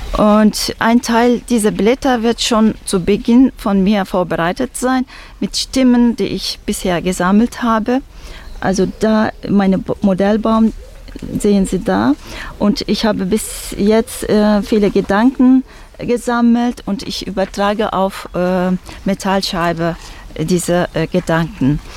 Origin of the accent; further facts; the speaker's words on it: Turkey; moved away; In meiner Kindheit in der Türkei